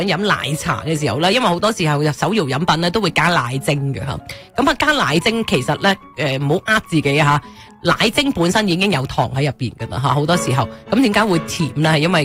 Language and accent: Cantonese; Hong Kong